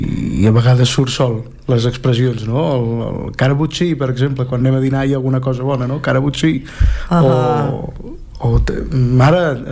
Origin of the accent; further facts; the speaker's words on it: Barcelona, Catalonia, Spain; Nosaltres som catalans de pura cepa, sí. El parlem a casa des de sempre i sí, el parlem, aquí el parlem molt.